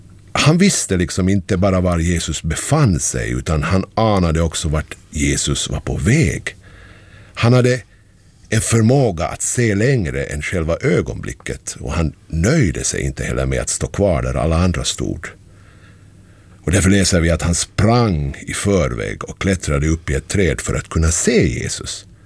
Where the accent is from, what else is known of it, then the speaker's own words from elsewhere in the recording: Raseborg, Uusimaa, Finland; och min kollega Edvard Holmberg. Vi kommer båda från Raseborg och är faktiskt båda pastorer i samma församling.